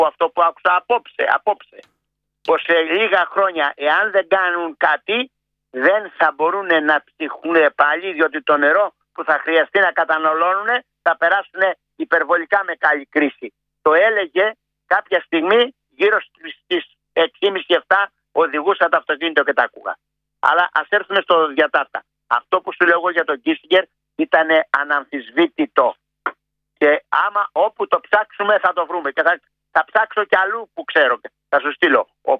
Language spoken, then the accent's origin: Greek; Kalavryta, Western Greece, Greece; γιατί κατάγομαι από Πελοπόννησο, Μανώλη, και από Καλάβρητα